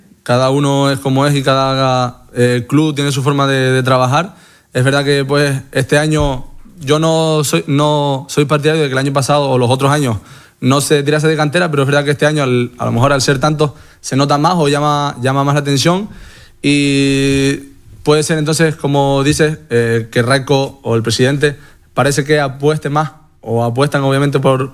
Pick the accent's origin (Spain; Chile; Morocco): Spain; Canary Islands; Llevo ya 4 años, encima soy canario.